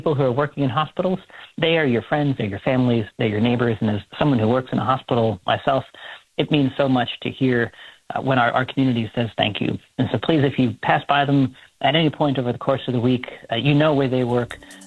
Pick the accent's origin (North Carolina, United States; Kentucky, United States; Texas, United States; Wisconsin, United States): North Carolina, United States; I was the chief medical officer of the hospital in my hometown in North Carolina through the pandemic.